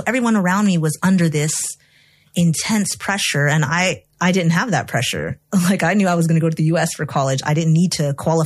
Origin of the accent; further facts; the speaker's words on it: Egypt; moved away as an adult; Well, I grew up in Egypt.